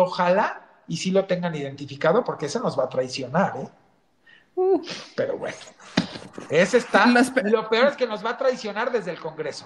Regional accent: Mexico; la mayoría de los mexicanos y mexicanas coincidimos

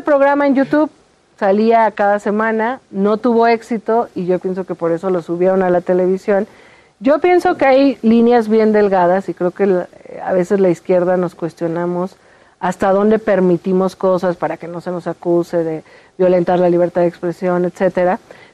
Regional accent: Mexico; como mexicanas y mexicanos

